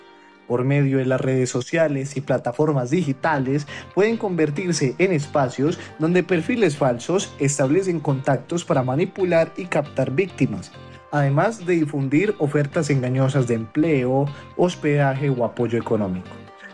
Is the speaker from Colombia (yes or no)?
yes; Colombia; nosotros como colombianos, y también más que todo en esta seccional de Medellín